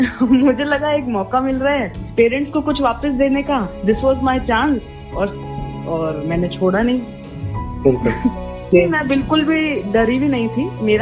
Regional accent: Rajasthan, India; देवर also concern क्योंकि मैं राजस्थान से आई, ऑपरेशन अपोलो में करवाया अहमदाबाद

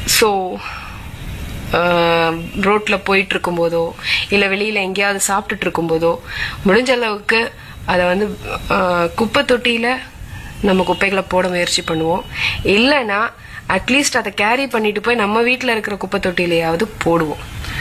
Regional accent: Chennai, Tamil Nadu, India; நான் ஒரு மலையாளியா இருந்தாலும் பிறந்து வளர்ந்தது எல்லாமே சென்னை தான்.

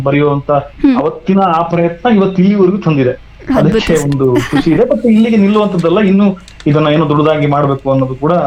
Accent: Shivamogga, Karnataka, India; ನಾನು ಹುಟ್ಟಿ ಬೆಳೆದಿದ್ದು ಪ್ರದೇಶನೂ ಹಾಗೆ, ಇವಾಗ್ಲೂ ಗೂಗಲ್ ಅಲ್ಲಿ ಹುಡುಕಿದ್ರೆ ತುಂಬಾ ಕಷ್ಟಪಟ್ಟು ತೋರಿಸುತ್ತೆ ಅಂತ ಒಂದು ರಿಮೋಟ್ ಏರಿಯಾದಲ್ಲಿ. ಇವಾಗ್ಲೂ ಕೂಡ ನಮ್ಮೂರಲ್ಲಿ ನೆಟ್ವರ್ಕ್ ಇಲ್ಲ, ತೀರ್ಥಹಳ್ಳಿ ತಾಲೂಕಿಂದ 28 ಕಿಲೋಮೀಟರ್ ಒಳಗಡೆ ಟುವರ್ಡ್ಸ್ ನಗರ ರೂಟಲ್ಲಿ ಬರುತ್ತೆ.

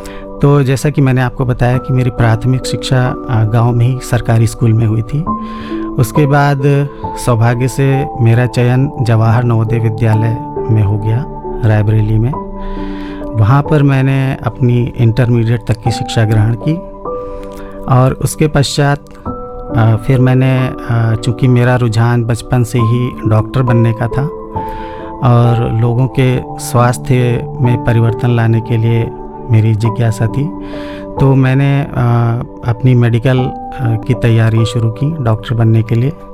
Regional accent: Lucknow district, Uttar Pradesh, India; born there; मेरा जन्म लखनऊ जनपद में हुआ था। मेरे पिताजी वहाँ पर सेवा में थे, वो भी शिक्षक थे, और मेरा जन्म लखनऊ के ही एक गांव में हुआ था।

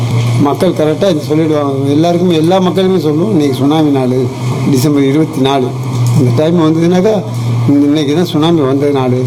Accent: Pamban, Tamil Nadu, India; பாம்பன்ல இருக்கு. 65 வயசு ஆயிருது. அது எப்படி பார்த்தாலும் 20 வருஷத்துக்கு மேல எங்க ஊர்ல இருந்து, என்னுடைய ஊர் சொந்த ஊர்ல இருந்து காரைக்காலில் ஒத்தனார் வேலை பார்த்துட்டு வீட்டுக்கு வரையில்

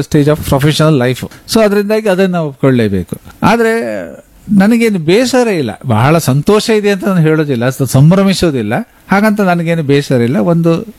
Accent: Kundapura, Karnataka, India; ಕೊಣಾಜೆಗೆ ಹೋದ ನಂತರ ನಮ್ಮ ಊರಿನವರೆಲ್ಲ ನಾವು ಕುಂದಾಪುರದವರು, ಬೈಂದೂರಿನವರು, ಬ್ರಹ್ಮಾವರದವರು.

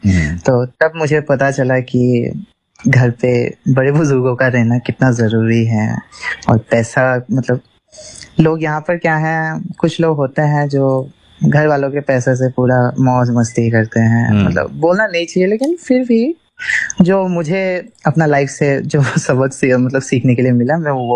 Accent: Jorhat, Assam, India; मैं जोरहाट से हूँ।

